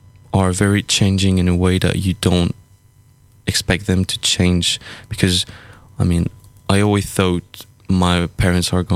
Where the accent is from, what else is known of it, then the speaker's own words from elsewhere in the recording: France; English is a second language; now in Brussels, Belgium; I come from France.